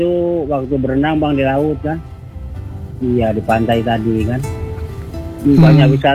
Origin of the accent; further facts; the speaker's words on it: Banten, Indonesia; born there; Banten aja tempat kelahiran